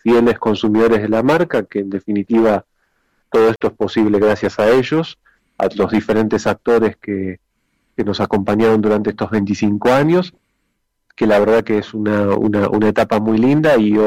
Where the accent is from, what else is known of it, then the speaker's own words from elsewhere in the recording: Buenos Aires, Argentina; moved away as an adult; now in Mendoza, Argentina; yo soy de Buenos Aires y hace 4 años y medio que decidí venir a vivir a Mendoza